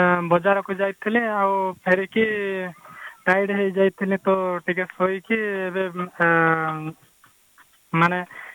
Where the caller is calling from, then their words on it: Narla, Odisha, India; ମୁଁ ଡୁମାଲୁଦି ନଡ଼ପୁର କଳାହାଣ୍ଡିରୁ